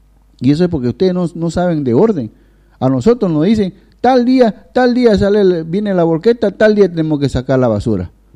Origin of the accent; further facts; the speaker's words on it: Cochabamba, Bolivia; Yo soy cochabambino. Van a disculpar, no representa todo Cochabamba